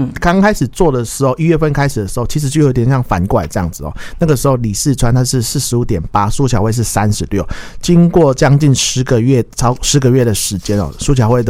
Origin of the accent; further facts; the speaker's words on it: Kaohsiung, Taiwan; 我干嘛我身为高雄人听起来我有点怕怕的话